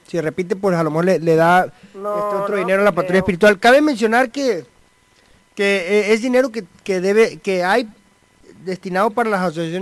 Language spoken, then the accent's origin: Spanish; Mexico; así somos los mexicanos